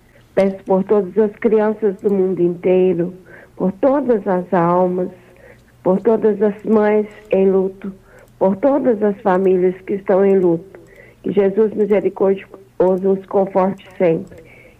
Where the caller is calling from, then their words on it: Carmo do Cajuru, Minas Gerais, Brazil; Eu falo de Carmo do Cajuru.